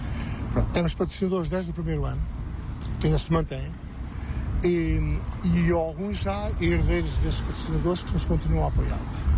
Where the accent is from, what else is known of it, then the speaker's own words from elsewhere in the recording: Murtosa, Centro, Portugal; born there; A Junta de Freguesia do Monte, onde nasci